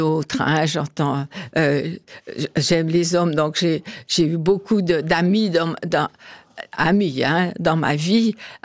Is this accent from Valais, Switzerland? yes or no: no; Porrentruy, Jura, Switzerland; on a grandi à Porrentruy, mon mari et moi